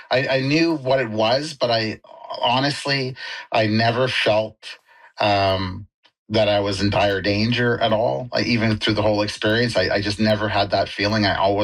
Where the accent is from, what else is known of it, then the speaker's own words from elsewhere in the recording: Maple Ridge, British Columbia, Canada; she asked me where I was from, and I was like, I'm from Maple Ridge and stuff like that.